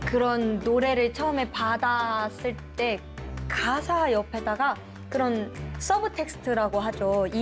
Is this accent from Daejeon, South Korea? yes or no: yes; Daejeon, South Korea; 내가 언젠가 대전 사람으로서 이 노래를 부를 수 있는 날이 왔으면 좋겠다라고